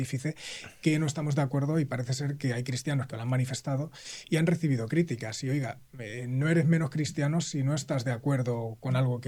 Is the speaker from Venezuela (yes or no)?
no; Toledo, Castilla-La Mancha, Spain; yo no he estado en Toledo, soy de Toledo, el Regnum Hispaniae, la capital visigoda